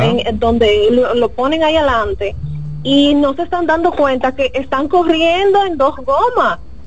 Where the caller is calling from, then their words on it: Santiago de los Caballeros, Santiago, Dominican Republic; desde Santiago, la ciudad corazón.